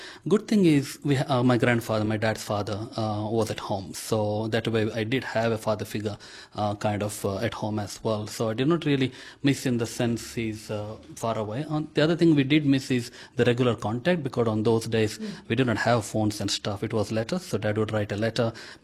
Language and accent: English; Karnataka, India; first language Konkani; English is a second language; the language we grew up speaking is called Konkani. So that is my mother tongue. You might have heard about Goa. So Goa is a state north of Karnataka, which is my state. So that is the state language there. So we have got a bit of influence from Goa. So that is the mother tongue I grew up talking.